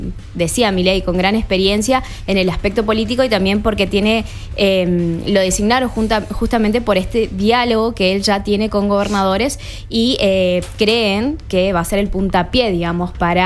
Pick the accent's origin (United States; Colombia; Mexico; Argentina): Argentina; nosotros, la mayoría de la población argentina